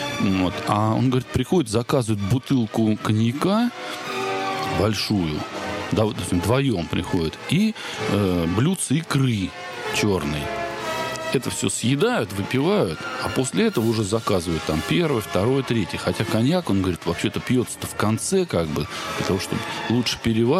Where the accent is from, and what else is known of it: Russia